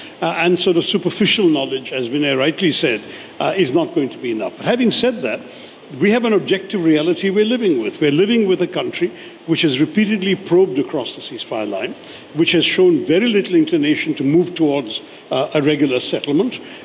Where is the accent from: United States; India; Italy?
India; me as an Indian